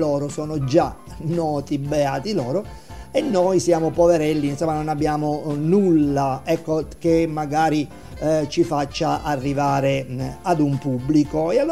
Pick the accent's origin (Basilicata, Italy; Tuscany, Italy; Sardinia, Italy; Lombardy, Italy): Basilicata, Italy; Maratea; born there; moved away as an adult; now in Potenza, Italy; nella città dove sono nato, a Maratea. Adesso sapete, penso proprio di sì, se non lo sapete lo ripeto, sono 4-5 mesi, ecco, che sono nella città di Potenza